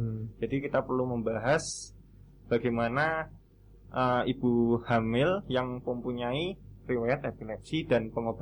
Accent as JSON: {"language": "Indonesian", "town": "Boyolali", "region": "Central Java", "country": "Indonesia", "moved": "yes", "lives_now": "Yogyakarta, Indonesia", "said": "Boyolali, Mas."}